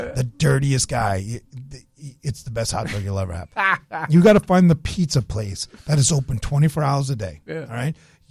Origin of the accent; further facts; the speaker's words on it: New York, United States; moved away; also born or lived in Chicago; I'm born and raised in New York.